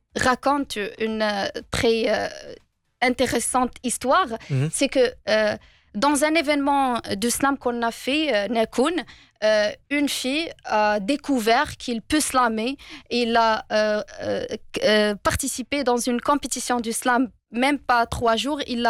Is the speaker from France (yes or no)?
no; Fès, Fès-Meknès, Morocco; je suis marocaine. Mm-hmm. Je suis issue d'une famille modeste, très modeste. J'ai grandi dans un quartier populaire de Medina Qdima à Fès.